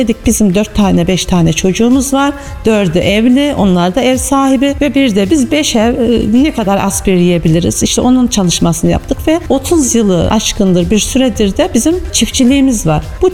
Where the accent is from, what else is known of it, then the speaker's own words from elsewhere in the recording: Ağırnas, Kayseri, Turkey; Arnaslıyım, doğma büyüme. Arnas'ın kızı ve geliniyim şu anda.